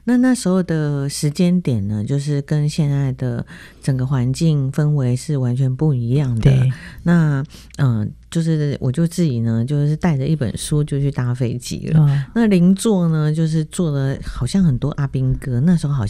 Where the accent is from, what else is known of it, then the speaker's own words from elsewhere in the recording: Taipei, Taiwan; 我是土生土长的台北人，然后就其实在成长过程里面都是在台北。